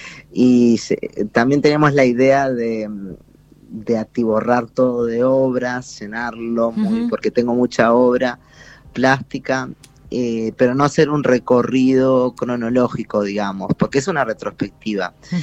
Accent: Uruguay; porque incluso yo soy uruguayo. En Uruguay hay un montón de ejemplos de casos y de artistas multidisciplinarios.

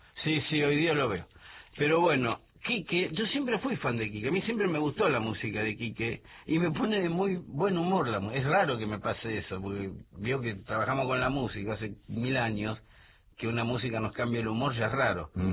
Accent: Buenos Aires, Argentina; born there; Sí, Buenos Aires de predictadura. Sí, usted sabe que yo crecí en la Galería del Este.

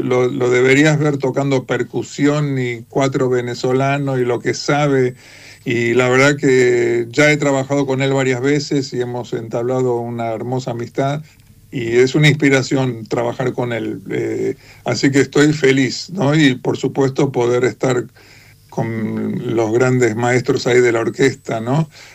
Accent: Buenos Aires, Argentina; se va a estrenar en mi ciudad natal y en el Teatro Colón

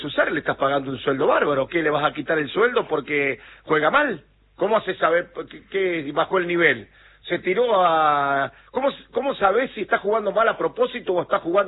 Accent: Argentina; Cómo somos nosotros los argentinos, que una vez que estamos en un lugar queremos, si vamos a jugar por algo, queremos ganar.

